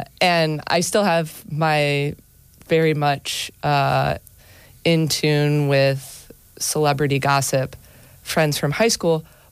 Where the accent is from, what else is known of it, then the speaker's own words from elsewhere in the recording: Ohio, United States; Yeah, I grew up in the Oak Openings region